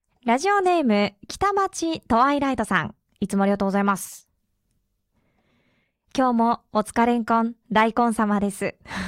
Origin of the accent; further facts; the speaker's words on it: Iwate, Japan; 東北生まれでね、何せ北の大地、岩手出身だと、